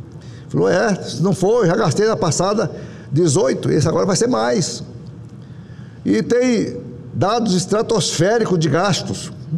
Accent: Rondônia, Brazil; Lá no meu estado de Rondônia

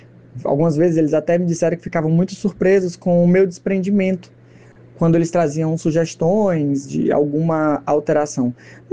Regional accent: Teresina, Piauí, Brazil; Eu sou de Teresina, no Piauí, no Nordeste.

